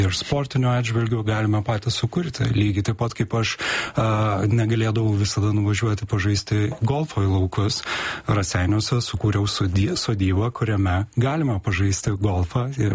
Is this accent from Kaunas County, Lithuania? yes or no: yes; Kėdainiai, Kaunas County, Lithuania; O aš pats esu iš Kėdainių ir dabar neseniai buvęs Kėdainiuose, sužinojau, kad Kėdainių šviesoji gimnazija buvo net šešta pagal reitingą.